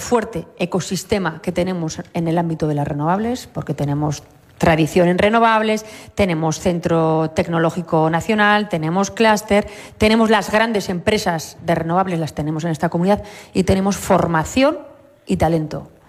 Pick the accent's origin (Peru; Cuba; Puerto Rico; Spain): Spain; Navarre; los navarros somos plurales, diversos